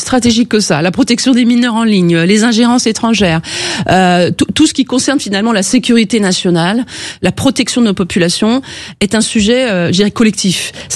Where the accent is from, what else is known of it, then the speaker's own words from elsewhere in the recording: France; tous les réseaux sociaux sont concernés chez nous, en France, en tout cas, dans notre définition.